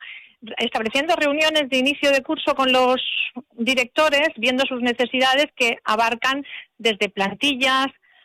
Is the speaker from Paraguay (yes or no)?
no; Spain